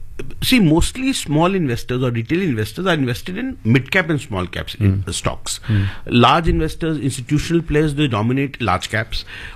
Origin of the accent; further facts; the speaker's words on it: India; So Indians, of course, are not they can't, we can't as Indian investors, we can't access the market.